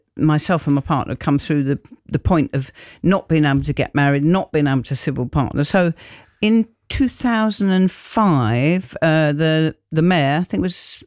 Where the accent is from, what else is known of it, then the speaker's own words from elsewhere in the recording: London, United Kingdom; I was brought up in Wandsworth